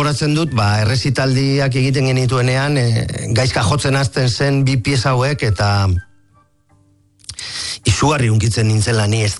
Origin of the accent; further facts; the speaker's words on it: Larrabetzu, Basque Country, Spain; Larrabetzuko goizko lizalde auzoa, eta Areatza baserria, poema batean agertzen den areatza baserria, gure baserria.